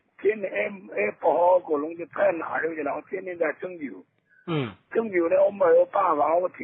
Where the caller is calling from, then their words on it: China; 我是江苏阜阳的